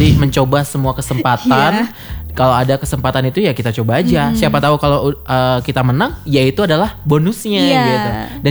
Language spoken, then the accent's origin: Indonesian; Dharmasraya, West Sumatra, Indonesia; Jadi kayak ada dari Damasraya, dari Sumbar tuh dua, dan aku dari Damasraya kan.